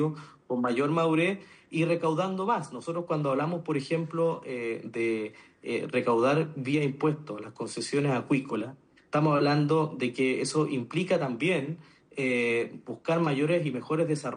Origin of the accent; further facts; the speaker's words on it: Patagonia, Chile; somos de la Patagonia ambos